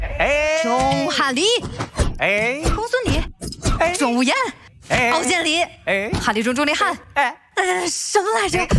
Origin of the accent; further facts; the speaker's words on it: Northeast China, China; accent: Northeastern Mandarin; 我是东北人，那就您重庆话，我东北话。